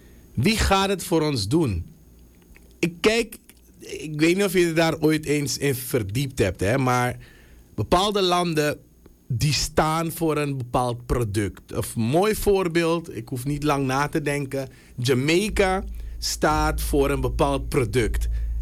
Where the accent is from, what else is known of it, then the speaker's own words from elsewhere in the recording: Suriname; wij als Surinamers